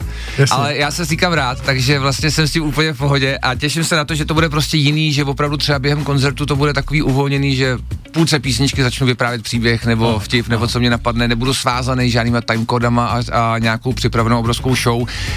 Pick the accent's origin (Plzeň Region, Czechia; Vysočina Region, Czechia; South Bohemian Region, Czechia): Plzeň Region, Czechia; Železná Ruda; vidět, že Železná ruda mimochodem moc hezký město, hrozně se dalo dohromady. Aha. A hodně lidí zajímá, odkud pocházím, kde jsem vyrostl